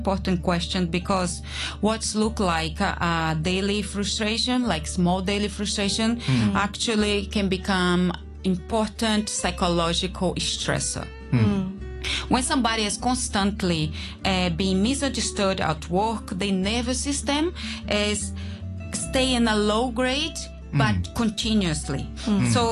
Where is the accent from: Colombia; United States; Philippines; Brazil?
Brazil; born or raised there; English is a second language; moved away as an adult; also born or lived in Spain / United Kingdom